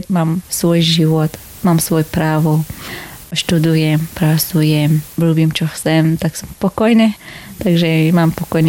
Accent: Baghlan, Afghanistan; Slovak is a second language; moved away as an adult; also born or lived in Kabul; now in Košice, Slovakia; Ja som originálne z Baghlan, to sa volá, provincia. A teraz tak momentálne bývame vo Kabul, hlavné mesto.

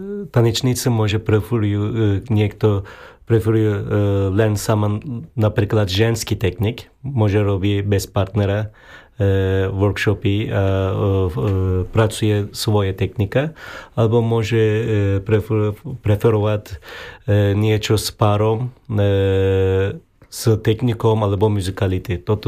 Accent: Turkey; Slovak is a second language; moved away; Ja som z Turecka.

